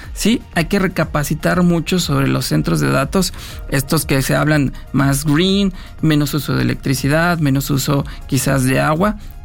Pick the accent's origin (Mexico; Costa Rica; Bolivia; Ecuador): Mexico